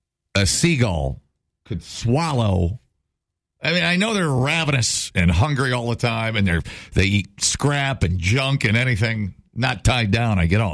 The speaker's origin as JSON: {"language": "English", "country": "United States", "said": "I'm an American."}